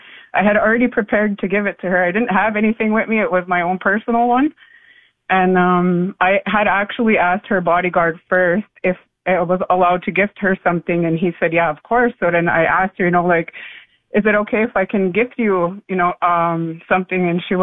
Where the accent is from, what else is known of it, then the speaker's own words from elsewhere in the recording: Kahnawake, Quebec, Canada; I introduced myself. I just said … I'm a Mohawk from Gunawage.